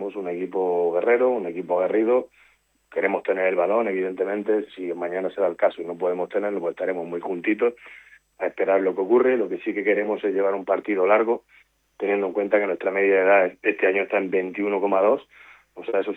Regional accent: Valencian Community, Spain; Porque a veces somos mucho sí, de la Vega Baja, sí, pero también nos matamos más entre nosotros

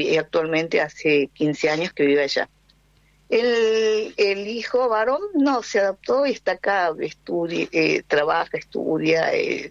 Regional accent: Jujuy, Argentina; moved away as an adult; also born or lived in San Francisco, Córdoba; now in Italy; soy argentina, soy jujeña, soy bien norteña, bien norteña.

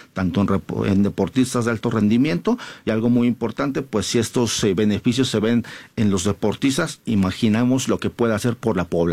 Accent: Mexico

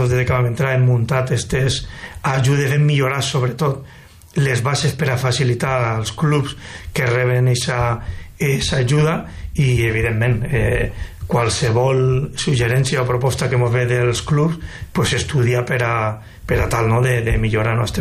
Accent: Vinaròs, Valencian Community, Spain; born there; Jo soc fill de Guàrdia Civil, vaig néixer en el quartel de Vinaròs, d'aquí, d'esta localitat. Tinc 47 anys

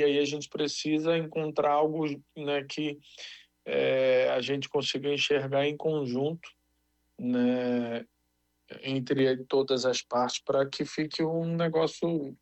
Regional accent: Pernambuco, Brazil; Eu, como pernambucano, né, como um torcedor do clube, né, e do futebol nordestino

